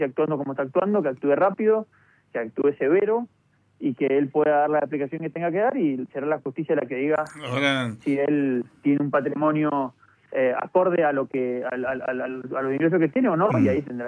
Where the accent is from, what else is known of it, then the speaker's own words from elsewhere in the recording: Mendoza, Argentina; De vuelta, a mí como ciudadano, como mendocino y como ministro en una provincia, me interesa que la justicia actúe